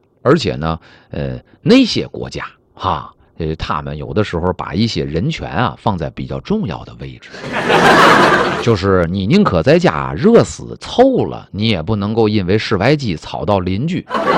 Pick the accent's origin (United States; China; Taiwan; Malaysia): China; Northeast China; moved away as an adult; 我们老家